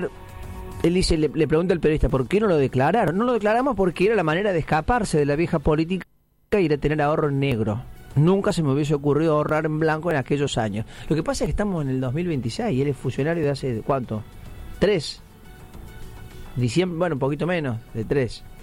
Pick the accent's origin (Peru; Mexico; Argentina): Argentina; Córdoba; moved away as an adult; also born or lived in Buenos Aires; yo como cordobés, lo tengo que decir, que debe ser la provincia más informal la de Córdoba.